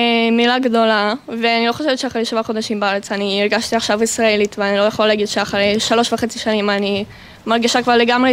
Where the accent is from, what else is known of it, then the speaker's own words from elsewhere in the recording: Saint Petersburg, Russia; Hebrew is a second language; now in Israel; כן, עליתי מרוסיה מסנקט פטרבורג, שזה עיר מאוד מאוד יפה.